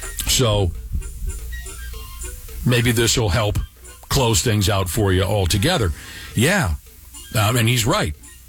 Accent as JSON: {"language": "English", "region": "Minnesota", "country": "United States", "tie": "born or raised there", "said": "So you Minneapolis kids drove into my hometown."}